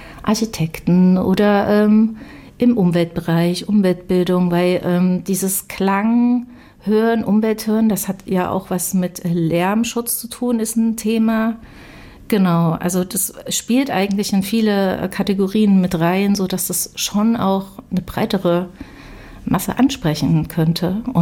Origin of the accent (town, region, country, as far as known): Weimar, Thuringia, Germany